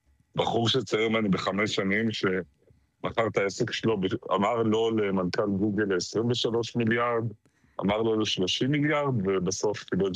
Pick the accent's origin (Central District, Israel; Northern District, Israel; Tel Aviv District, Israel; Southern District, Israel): Tel Aviv District, Israel; Ramat Gan; אני רמת גני. הייתה ספרייה קטנה ברחוב החיצון, שזה גם אחלה שם ברמת גן